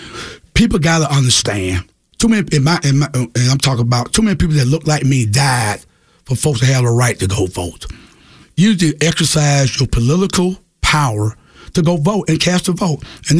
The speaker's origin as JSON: {"language": "English", "region": "South Carolina", "country": "United States", "tie": "born or raised there", "said": "Same thing happened in my home state in South Carolina."}